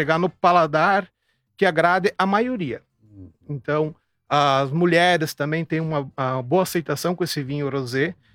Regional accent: Brazil; Natural aqui da comunidade de Santo Isidoro, interior. Agricultor, família também de agricultores.

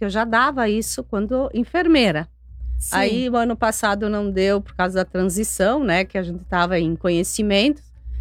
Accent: Brazil; born there; Como eu nasci no São Peregrino, né?

